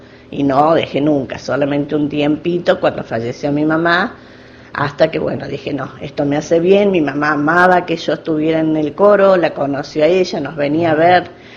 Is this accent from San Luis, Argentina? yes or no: yes; Justo Daract, San Luis, Argentina; moved away as an adult; soy de Justo Dará, pero vivo acá hace 35 años y siempre estuve en coros en Justo Dará, viste, de los 14 años ya empecé